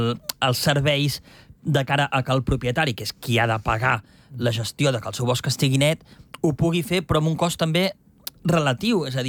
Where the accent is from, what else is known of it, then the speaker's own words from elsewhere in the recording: Sant Joan les Fonts, Catalonia, Spain; a la Garrotxa, jo al meu poble, Sant Joan les Fonts, tu surts a caminar i hi ha molta diferència entre un terreny i un altre.